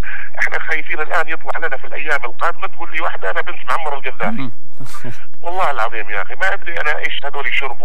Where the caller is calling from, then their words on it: Yemen; احنا شعب يمني لنا سيادتنا